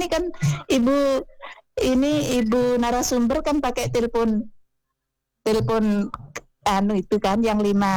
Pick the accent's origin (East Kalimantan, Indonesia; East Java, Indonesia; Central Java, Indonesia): East Java, Indonesia; Madura; Saya aslinya orang Jawa, Ibu. Tapi ano, dari kecil di Madura, lahir dan besar di Madura